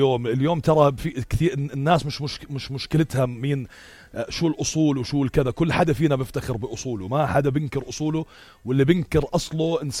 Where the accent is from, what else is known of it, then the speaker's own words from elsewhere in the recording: Jordan; عشان أقول أنا حالي أنا عن حالي أردني